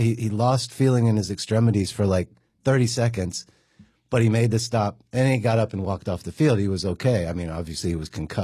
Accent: Pennsylvania, United States; I grew up in Central PA, and I had deep roots at Penn State.

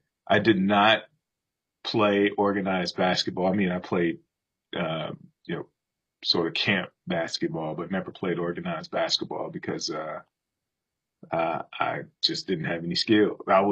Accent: Hampton, Virginia, United States; I grew up in Hampton, Virginia. And spent the younger part of my life living in the Phoebus area of Hampton, where everything we played on the street.

